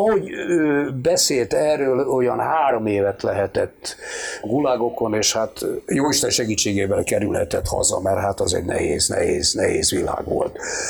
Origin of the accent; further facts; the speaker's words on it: Budapest, Hungary; born there; Én Budapesten születtem egyébként, és hát tulajdonképpen ez egy polgári család volt